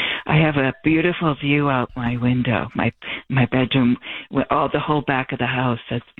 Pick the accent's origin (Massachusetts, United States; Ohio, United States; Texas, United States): Massachusetts, United States; Watertown; also born or lived in Natick, Massachusetts; Yes, I grew up there in Watertown and Metro West. I am Natick area.